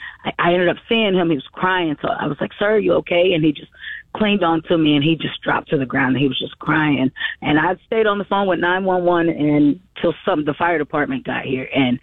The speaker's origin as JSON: {"language": "English", "town": "Johnson City", "region": "Tennessee", "country": "United States", "moved": "as an adult", "said": "I'm just a young 27-year-old from East Tennessee. I'm from Johnson City, Tennessee. So I came down here on a whim when I was 21"}